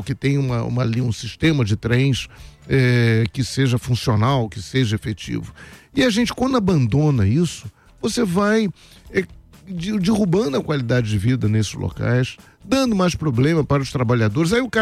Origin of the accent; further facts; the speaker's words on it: Rio de Janeiro, Brazil; E, enfim, fui criado no subúrbio, né? Fui criado em Piedade, depois no Meyer.